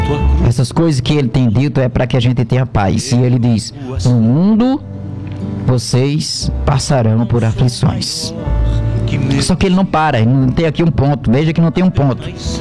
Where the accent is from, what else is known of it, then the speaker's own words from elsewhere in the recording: Campina Grande, Paraíba, Brazil; born there; also born or lived in Taperoá; Falar para minhas duas terras, Taperoá, cidade que eu amo, e Campina Grande, a minha terra natal